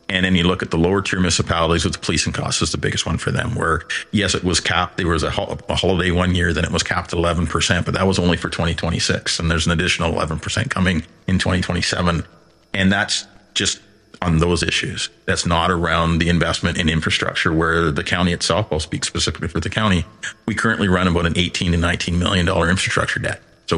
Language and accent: English; North Bay, Ontario, Canada; born and raised in North Bay. My dad was in the Air Force, was stationed there in the late 60s, and we were his last posting on the youngest of five. So that's where I grew up. It was a great place to grow up.